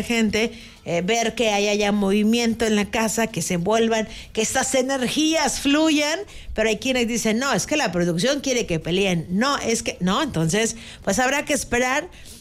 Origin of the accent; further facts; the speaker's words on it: Mexico; para nosotros como mexicanos